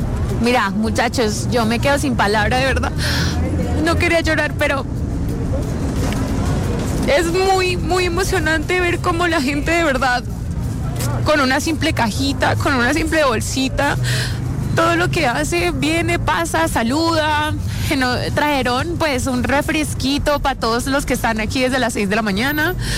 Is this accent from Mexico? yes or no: no; Colombia; Nos define como personas, como colombianos que somos, y nos llena el alma.